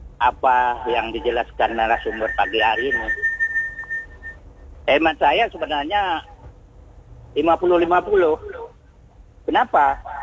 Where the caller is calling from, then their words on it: Tanjung Pinang, Riau Islands, Indonesia; di Kota Tanjung Pinang ini lautnya kecil, nelayannya sedikit.